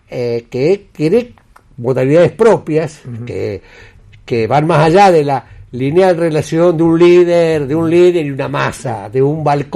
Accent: Santa Fe, Argentina; Venimos todos de la Pampa Gringa.

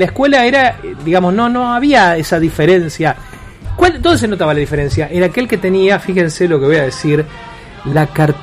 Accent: Monte Vera, Santa Fe, Argentina; yo que vengo de Montevera, de la Bernardino Rivadavia número 40, de la escuela primaria

